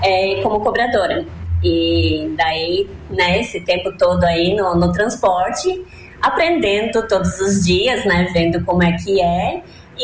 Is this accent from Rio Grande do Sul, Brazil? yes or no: no; Chapecó, Santa Catarina, Brazil; born there; Isso, nasci em Chapecó, morei 8 anos lá e depois fui morar em outra cidade